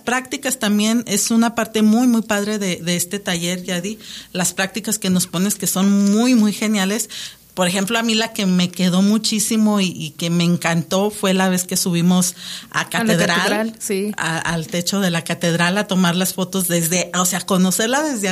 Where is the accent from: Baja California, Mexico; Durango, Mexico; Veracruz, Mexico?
Durango, Mexico; parte aún de nuestra identidad como duranguenses